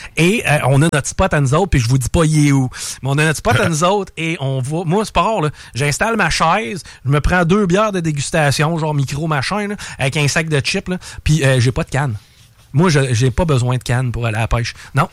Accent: Val-Bélair, Quebec, Canada; moi, quand j'étais jeune, avec mon père, on vient de Val-Bélair, une de nos activités, c'était on allait regarder les avions.

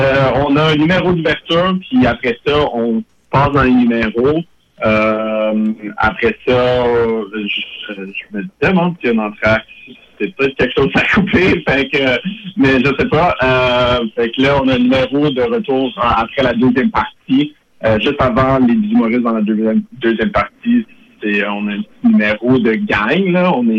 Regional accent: Quebec, Canada; moved away; je viens de l'Outaouais.

